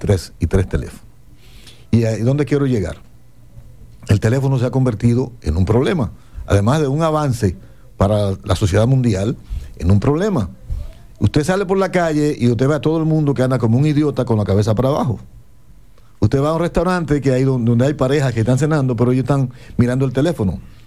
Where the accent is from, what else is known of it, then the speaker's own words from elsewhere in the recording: Hatillo Palma, Monte Cristi, Dominican Republic; now in Santo Domingo, Dominican Republic; mi época de Atillo Palma, donde yo nací y me crié.